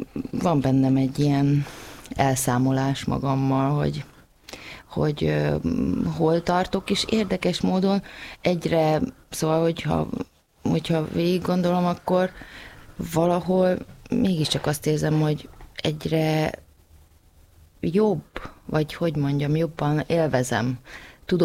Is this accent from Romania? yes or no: yes; Transylvania, Romania; hogy hová valósi az ember, tehát az erdélyiségem, azt például mindig is nagyon élveztem